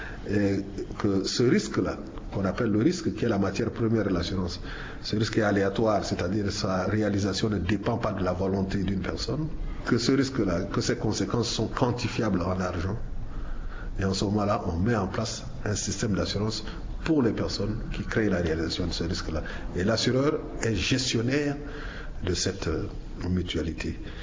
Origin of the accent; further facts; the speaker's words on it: Central African Republic; Chez nous, en Centrafrique